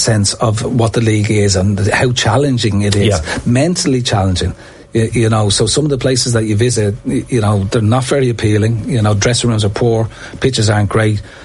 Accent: Ireland; I suppose sometimes I felt, because I'm the Irish end of things, that I know the Irish market

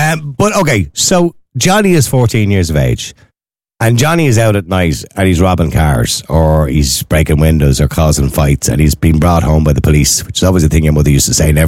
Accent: Dublin, Leinster, Ireland; I'm from Eadmore. Eadmore was a very rough place.

